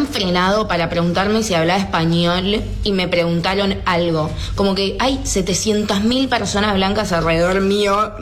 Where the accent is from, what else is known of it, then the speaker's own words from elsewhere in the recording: Argentina; no, soy argentina.